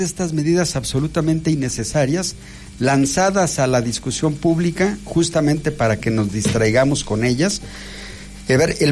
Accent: Mexico

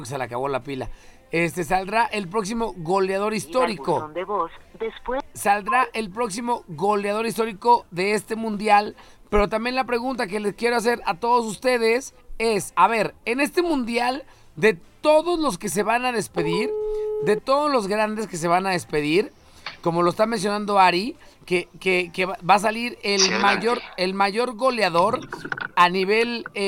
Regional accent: Mexico; yo como mexicano nacionalista

